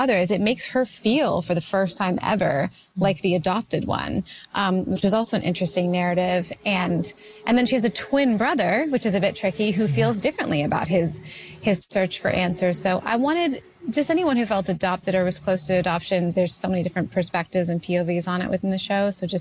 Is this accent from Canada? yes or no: yes; Canada; I am always just always trying to set things in Canada about Canadians because I'm Canadian and like, why not?